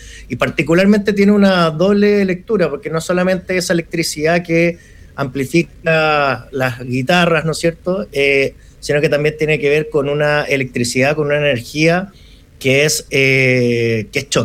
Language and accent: Spanish; Chile; nosotros tres somos chilenos